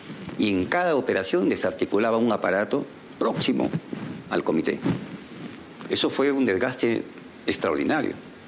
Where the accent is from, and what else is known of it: Peru